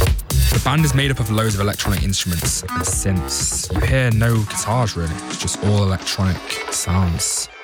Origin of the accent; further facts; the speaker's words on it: Sheffield, Yorkshire and the Humber, United Kingdom; Another super important band from my hometown of Sheffield.